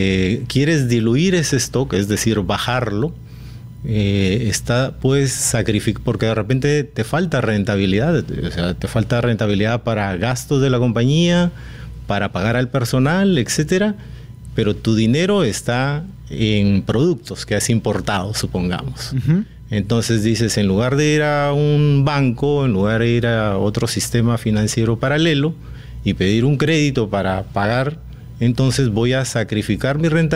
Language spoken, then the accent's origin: Spanish; Talara, Piura, Peru; born there; Mi tierra. Soy nacido en Talara, Piura.